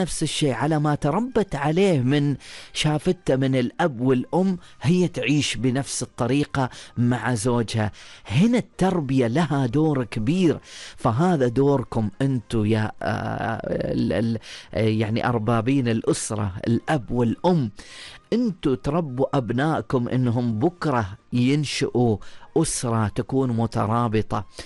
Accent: Oman; وهذا اللي تربينا عليه في سلطنة عمان

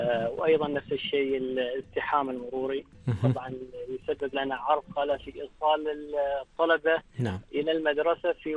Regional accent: Oman; نحن كعمانيين

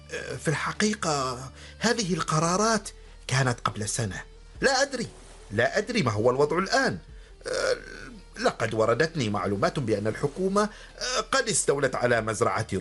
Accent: Rangpur Division, Bangladesh; Arabic is a second language; moved away as an adult; أنا من بنغلاديش، من قرية صغيرة قرب مدينة رانشبور. كانت أسرتي تعمل في زراعة الأرز

